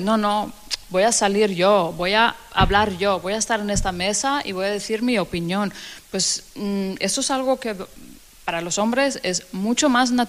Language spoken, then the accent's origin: Spanish; Denmark; Spanish is a second language; moved away as an adult; now in Barcelona, Spain; lo he mantenido en 20 años, todo el tiempo que he estado aquí viviendo en Barcelona, porque yo soy de Dinamarca